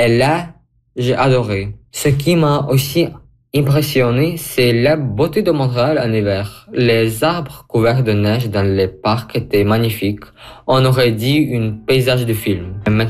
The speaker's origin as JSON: {"language": "French", "country": "Ukraine", "lives_now": "Canada", "said": "j'ai 14 ans et je viens de l'Ukraine."}